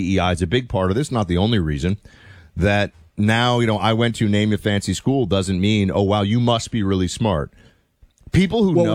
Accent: New York City, New York, United States; I grew up in New York City

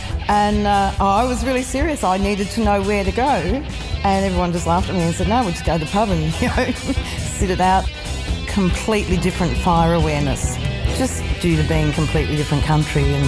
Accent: Echuca, Victoria, Australia; also born or lived in Melbourne / Yarra Valley; now in Tennant Creek, Australia; I was born in Echuca on Yorta Yorta country down in Victoria. It's on the amazing mighty Murray River amongst huge big red gum trees. Yeah, I schooled there, moved to Melbourne, lived there for 10 years

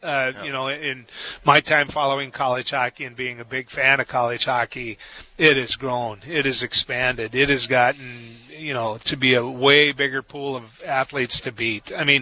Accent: Grand Rapids, Minnesota, United States; Yeah, my son-in-law, I grew up in Grand Rapids. Big Gopher fan

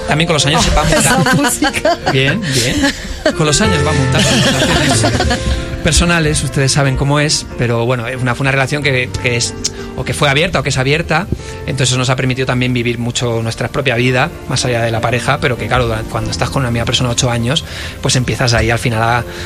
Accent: Rivas-Vaciamadrid, Community of Madrid, Spain; Yo soy de Rivas hacia Madrid, al lado de Vallecas

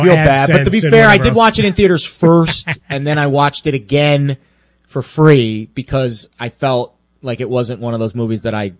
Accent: Florida, United States; Like I grew up in South Florida and in the 90s.

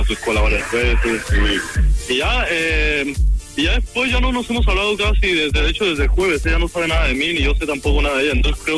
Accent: Mexico; moved away as an adult; now in Havana, Cuba; Yo soy mexicano, pero que vine a estudiar medicina en Cuba.

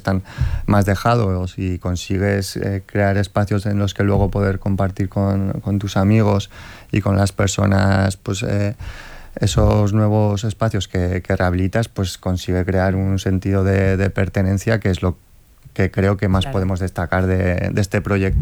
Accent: Azagra, Navarre, Spain; he tenido la suerte de estudiar y trabajar fuera muchos años y siempre se me ha llenado la boca cuando he hablado de mi pueblo

